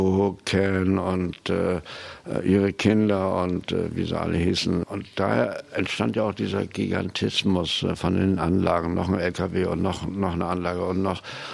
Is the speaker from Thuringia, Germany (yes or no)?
no; Varel, Lower Saxony, Germany; Ja, mein Vater war Chef vom Bahnhof irgendwie und ich bin an der Bahnschranke aufgewachsen, zur Schule gegangen